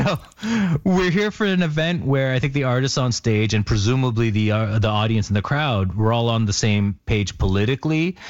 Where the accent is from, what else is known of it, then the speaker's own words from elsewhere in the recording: Canada; I mean, what a time to be in the U.S. as a Canadian while Trump's waging the nonsensical war on us.